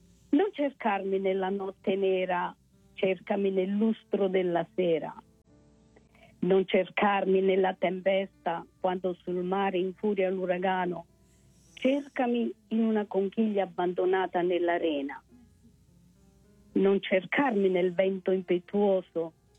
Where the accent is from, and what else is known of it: Cantalupo nel Sannio, Molise, Italy; moved away